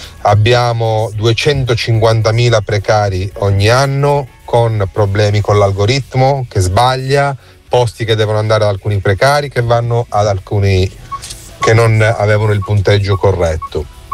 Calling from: Milan, Lombardy, Italy; Buongiorno da Milano.

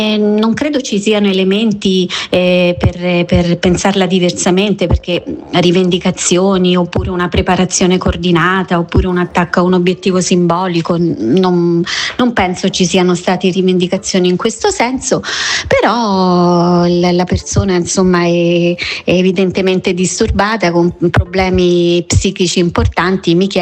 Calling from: Rome, Lazio, Italy

